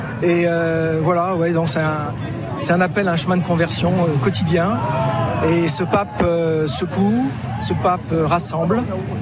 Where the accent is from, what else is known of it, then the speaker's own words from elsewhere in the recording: Île-de-France, France; Des Yvelines.